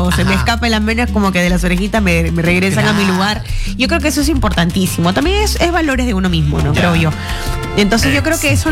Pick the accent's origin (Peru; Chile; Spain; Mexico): Peru; Callao; soy del Callao, pues.